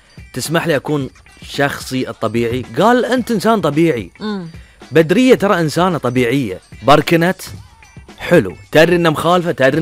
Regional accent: Bahrain

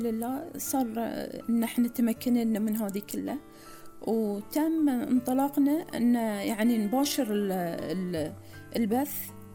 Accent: Muharraq, Muharraq Governorate, Bahrain; أنا من مواليد محرق، يعني نشأت فيها ودرست فيها

